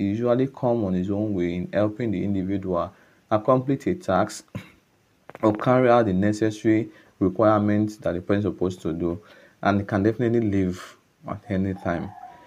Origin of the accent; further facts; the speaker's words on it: Okada, Edo, Nigeria; from Okada Town, Edo State, Nigeria